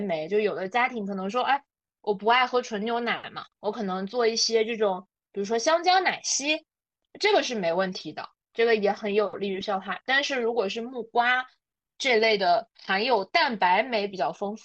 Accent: China; 我们中国人

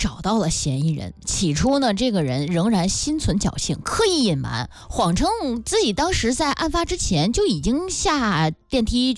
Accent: China

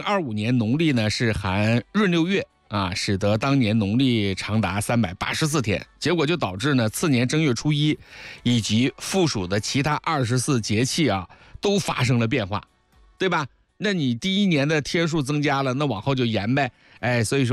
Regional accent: Zhejiang, China; 对于我们浙江人

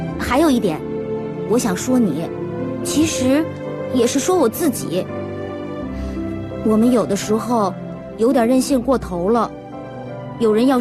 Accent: Beijing, China; 嗯，我是北京人。

